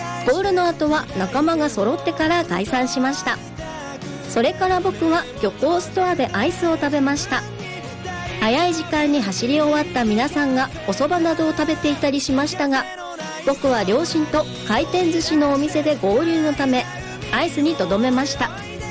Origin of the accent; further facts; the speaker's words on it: Hachinohe, Aomori, Japan; moved away; 私の地元青森県八戸市